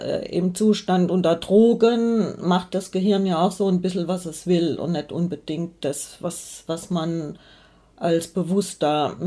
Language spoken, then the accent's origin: German; Hesse, Germany; born there; ich stamme ja aus Hessen gebürtig